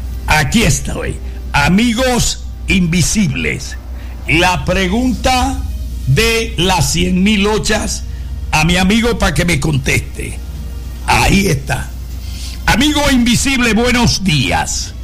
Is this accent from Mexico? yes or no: no; Venezuela